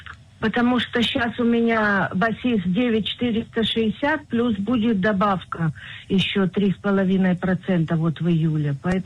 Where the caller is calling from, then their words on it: Kiryat Gat, Southern District, Israel; из Кирьят-Гата.